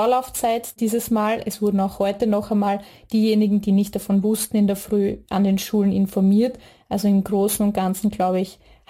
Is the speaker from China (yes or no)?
no; Styria, Austria; Ich bin ja aus der Steiermark.